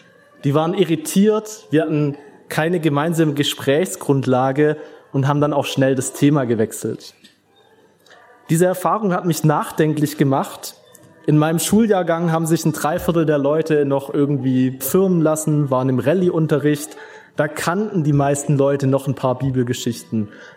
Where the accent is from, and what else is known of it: Tuttlingen, Baden-Württemberg, Germany